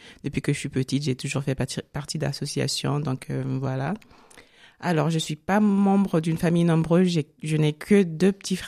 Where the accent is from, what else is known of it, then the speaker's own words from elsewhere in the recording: Gabon; also born or lived in Kinshasa, DR Congo / Kenya; now in France; alors moi je suis originaire du Congo, Kinshasa, RDC. Donc même si je n'ai pas grandi là-bas, j'ai plutôt grandi au Gabon. Et ensuite, après, j'ai continué mes études au Kenya.